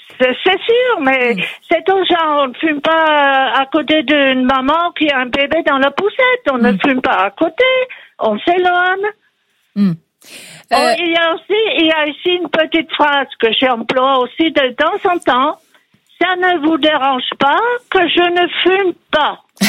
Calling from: Le Blanc-Mesnil, Île-de-France, France; Du Blanc-Mesnil, du 93.

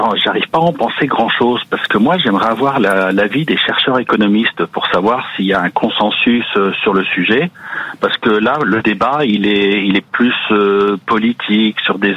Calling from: Chaumont, Grand Est, France; de Chaumont en Haute-Marne.

